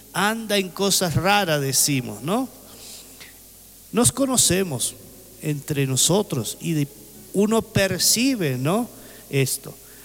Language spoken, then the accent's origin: Spanish; Argentina